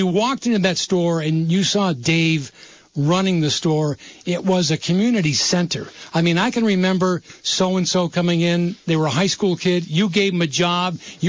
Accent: Burlington, United States; I grew up in Burlington.

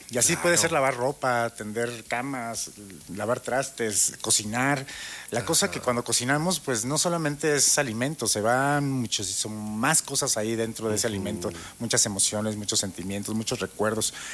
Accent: Morelia, Michoacán, Mexico; Yo soy originario de Morelia. Pues yo tenía ganas de estudiar gastronomía.

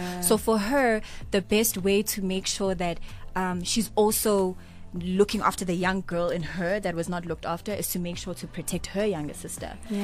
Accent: South Africa; a sense of empowerment as a South African woman

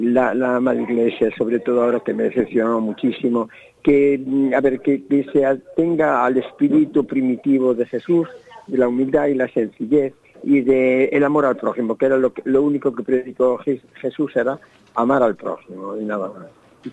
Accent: Ares, Galicia, Spain; now in Cambados, Spain; era ya en mi pueblo, yo era de Ares, vivía allá y era como hablábamos allí, aunque era un mal gallego, pero bueno, me la aprendí.

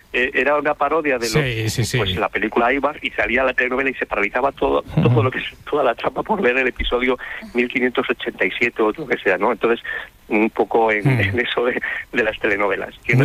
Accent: Castile and León, Spain; now in Alcalá de Henares, Spain; mira, estoy en Alcalá, es un culebrón ya en sí, pero yo soy de Torto de Guevara, de Burgos, y te mando un saludo de nuestra tierrilla.

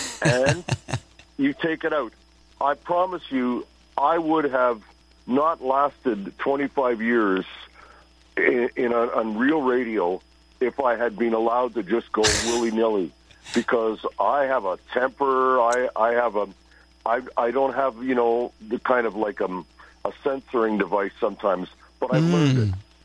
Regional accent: Toronto, Ontario, Canada

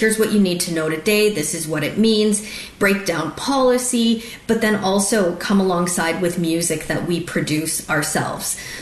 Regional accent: Canada; And I, alongside Ed the Bear from Canada, we co-host together. We're Canadian media correspondents for the show.

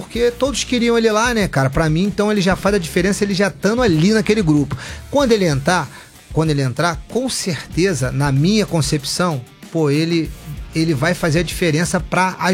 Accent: Brazil; eu sou brasileiro

